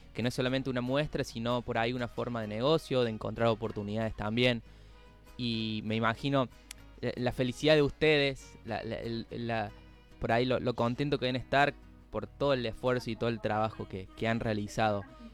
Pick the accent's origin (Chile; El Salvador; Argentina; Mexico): Argentina; nuestra identidad como argentinos